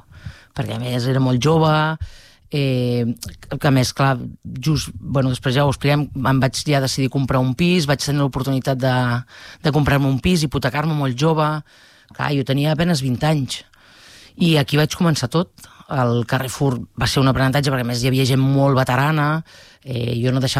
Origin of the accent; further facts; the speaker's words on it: Manresa, Catalonia, Spain; Jo soc nascuda a Manresa, el 29 d'abril del 81, i vaig estar vivint a Manresa fins quasi els 29 anys